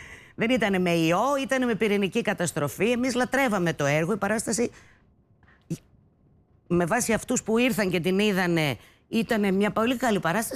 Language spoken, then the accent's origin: Greek; Thessaloniki, Central Macedonia, Greece; Ήμουν ένα παιδί από τη Θεσσαλονίκη